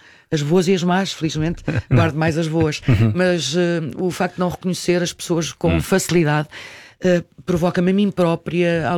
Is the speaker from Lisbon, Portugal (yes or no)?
yes; Lisbon, Portugal; eu ia sempre à Travessa do Livramento, que foi onde eu cresci.